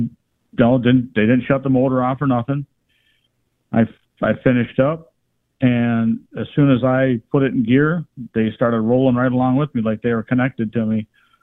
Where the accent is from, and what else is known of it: Rockford, Illinois, United States